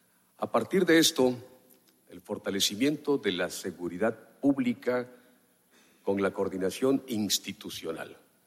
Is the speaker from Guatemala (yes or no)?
no; Juchitán de Zaragoza, Oaxaca, Mexico; con mi ciudad, donde he vivido prácticamente los 52 años que tengo de edad